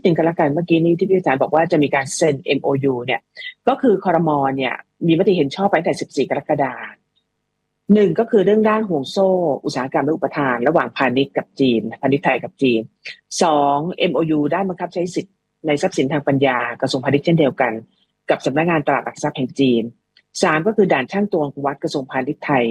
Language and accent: Thai; China; Thai is a second language; แต่พวกผมเนี่ยคนจีนเนี่ยไม่ได้เห็นสิ่งที่พวกพี่เห็นนะครับ